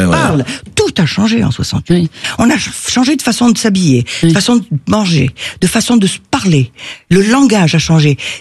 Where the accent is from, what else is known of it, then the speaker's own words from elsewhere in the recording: Rabat, Rabat-Salé-Kénitra, Morocco; Et c'est pour ça que je suis née au Maroc.